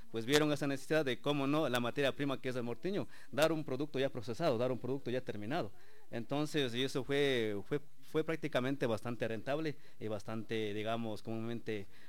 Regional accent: Sigchos, Cotopaxi, Ecuador; nosotros somos uh-huh. del Cantón Sitios, como de aquí en Ticusí.

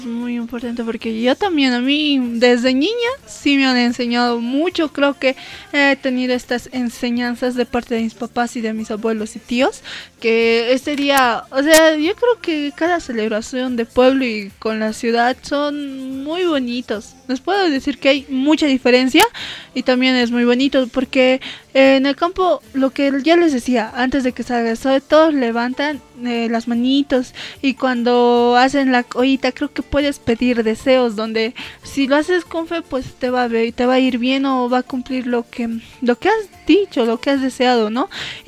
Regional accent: Bolivia; nosotros como bolivianos deberíamos saber todo esto

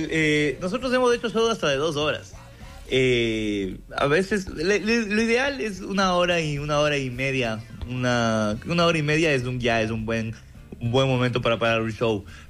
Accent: Ecuador; pero somos ecuatorianos

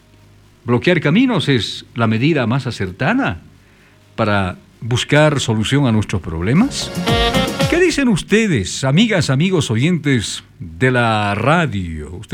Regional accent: Bolivia; tenemos como bolivianas y bolivianos

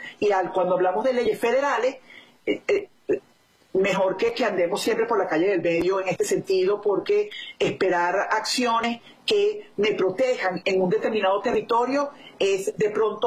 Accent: Venezuela; moved away; lo más lamentable que nos puede pasar a nosotros como venezolanos en el exterior, como nos llaman la diáspora, los venezolanos en el exilio, aquellos venezolanos que realmente no podemos regresar en este momento a Venezuela

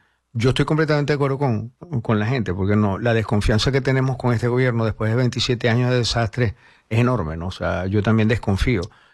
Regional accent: Venezuela; me gustaría leer las letras pequeñas del contrato como cualquier venezolano. Creo que este es el convenio más importante en los últimos 50 años que se han hecho en Venezuela.

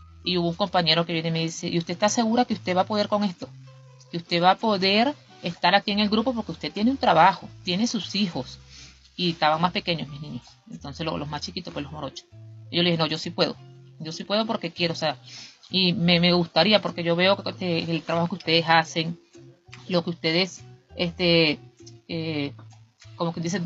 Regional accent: Carache, Trujillo, Venezuela; yo nací en Carache, me crié ahí y sí salí a estudiar mi bachillerato en la ciudad, pero regresé. Regresé de nuevo allá y mi familia es productora y mayormente también en café, también son productores en café.

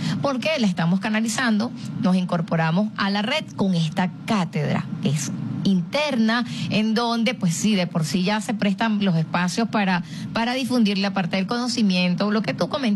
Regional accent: Ciudad Bolívar, Bolívar, Venezuela; Bueno, saludos a mis paisanos, yo soy del estado Bolívar, nací en Ciudad Bolívar

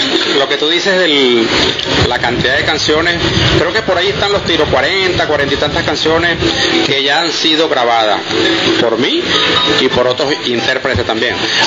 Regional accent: Venezuela; born there; moved away; a mi retorno al país, a mi pueblo

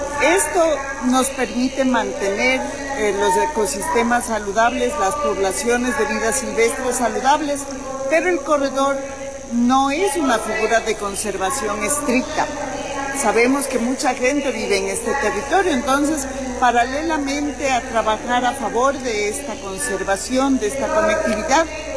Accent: Ecuador; Suena un poquito difícil, pero yo soy ecuatoriana.

